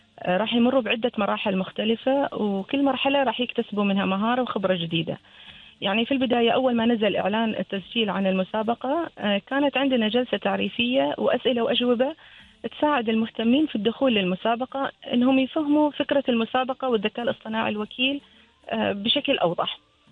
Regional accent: Oman; احنا عندنا في عمان

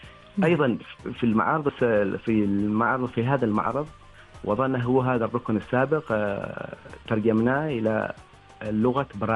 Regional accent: Oman; لنفتخر بوطننا نحن كعمانيين

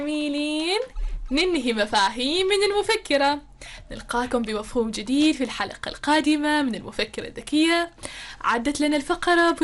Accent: Oman; بلادنا سلطنة عمان فيها تضاريس مختلفة، فيها مناطق مختلفة

